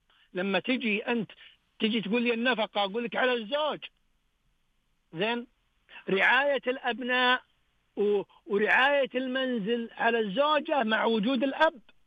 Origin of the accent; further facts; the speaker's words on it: Saudi Arabia; عندنا في المملكة العربية السعودية